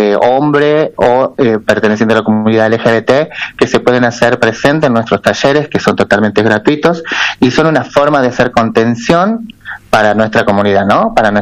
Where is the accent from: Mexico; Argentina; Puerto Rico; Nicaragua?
Argentina; Las Talitas, Tucumán; como ciudadanos argentinos, como ciudadanos tucumanos y ciudadanos talitenses, que hemos recibido golpes de mil maneras, una comunidad totalmente invisibilizada por muchos años.